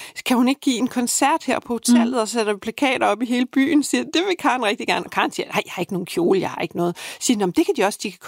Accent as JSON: {"language": "Danish", "town": "Køge", "region": "Zealand", "country": "Denmark", "tie": "born or raised there", "said": "Så ringer jeg ned til min hjemegn, Køge Braunstein Destilleri, som er det gode destilleri dernede"}